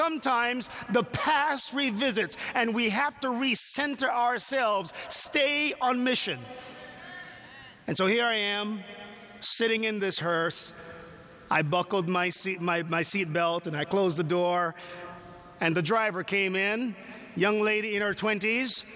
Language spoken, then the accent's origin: English; Jamaica; with me being Jamaican